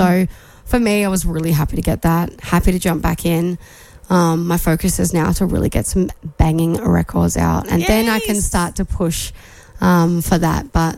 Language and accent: English; Australia; no, I'm actually Australian.